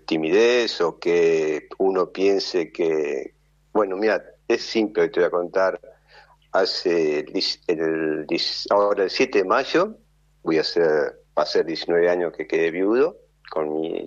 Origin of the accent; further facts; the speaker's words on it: Tolosa, Buenos Aires Province, Argentina; O yo a veces voy a un parque acá, soy de Tolosa, hincha fanático de Estudiante.